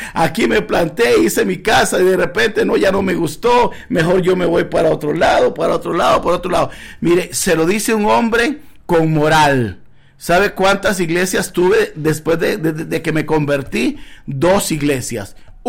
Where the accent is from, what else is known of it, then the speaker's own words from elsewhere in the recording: Guanacaste, Costa Rica; now in Escazú, Costa Rica; Yo tuve una experiencia cuando vine de mi tierra, Guanacaste, hacia Escazú. Entonces, en Escazú, el primer trabajo que tuvimos nosotros fue ir a coger café.